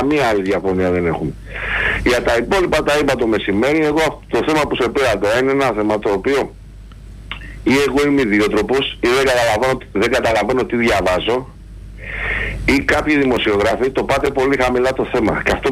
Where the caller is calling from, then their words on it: London, United Kingdom; Καλησπέρα … από Λονδίνο.